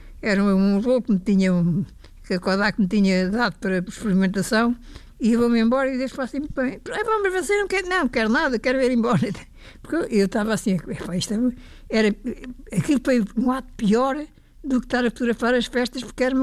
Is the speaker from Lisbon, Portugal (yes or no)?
yes; Lisbon, Portugal; Não, eu sou de Lisboa.